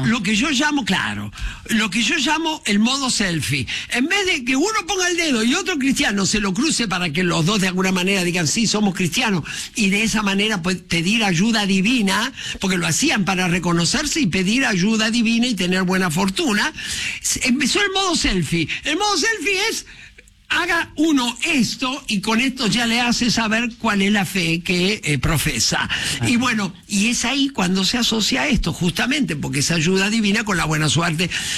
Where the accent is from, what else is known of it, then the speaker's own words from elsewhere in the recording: Barracas, Buenos Aires Province, Argentina; born there; Mira, yo nací en Barracas, ¿no?